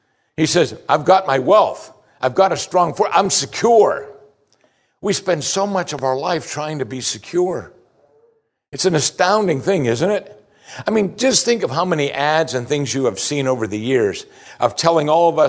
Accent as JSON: {"language": "English", "country": "United States"}